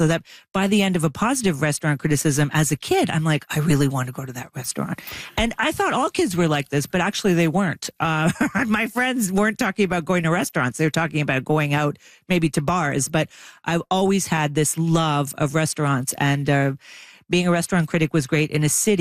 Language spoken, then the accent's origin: English; Montreal, Quebec, Canada; I grew up reading in the Montreal Gazette a woman by the name of Helen Rochester, who was the first restaurant critic in Canada.